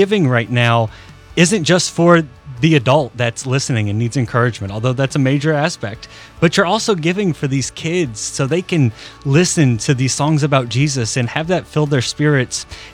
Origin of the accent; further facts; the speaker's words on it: New Orleans, Louisiana, United States; I grew up listening to … because I'm from New Orleans.